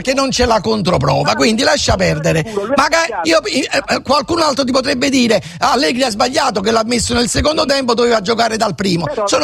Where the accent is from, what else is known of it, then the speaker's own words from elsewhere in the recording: Naples, Campania, Italy; lì proprio non ci appartiene come popolo napoletano.